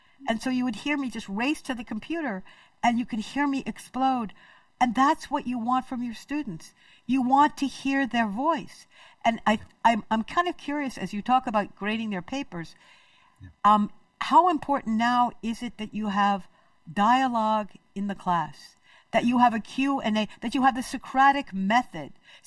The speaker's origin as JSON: {"language": "English", "town": "Hicksville", "region": "New York", "country": "United States", "tie": "born or raised there", "moved": "yes", "said": "I grew up on Long Island in Hicksville, New York"}